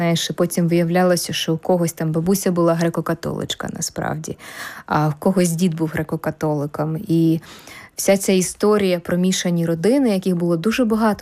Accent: Kyiv, Ukraine; moved away; а я ж з Києва сама, знаєш, я пам'ятаю ще школяркою, як відновлювали Успенський собор.

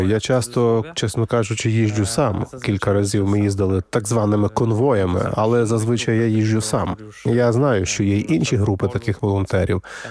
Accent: Poland; Ukrainian is a second language; лише через деякий час згадую, що я з Польщі

